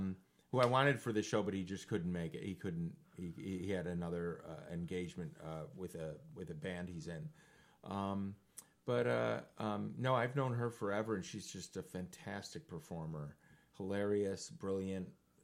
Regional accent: Naperville, Illinois, United States; I grew up in Naperville.

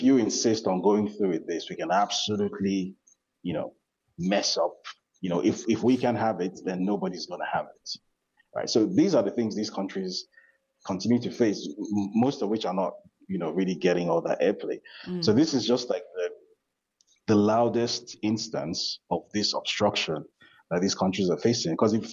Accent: Nigeria; It gives me absolutely no pleasure to say this as a Nigerian.

